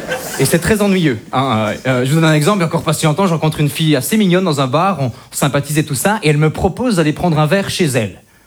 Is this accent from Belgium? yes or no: yes; Belgium